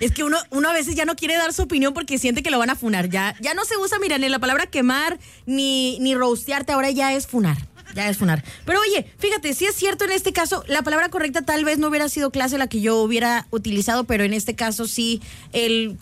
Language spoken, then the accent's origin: Spanish; Mexico; pues también mencionar que como mexicanos, yo estoy segura que me van a dar la razón en este punto